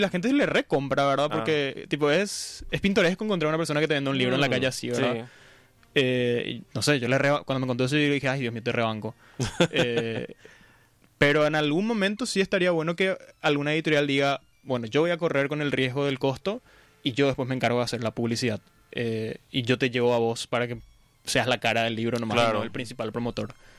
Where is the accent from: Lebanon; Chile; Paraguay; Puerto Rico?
Paraguay